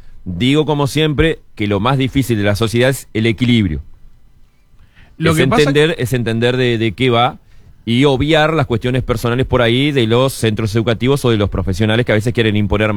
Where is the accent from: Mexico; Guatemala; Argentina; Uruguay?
Uruguay; de a poquito estamos perdiendo la identidad como uruguayos, después nos calentamos y nos dicen provincia de los argentinos.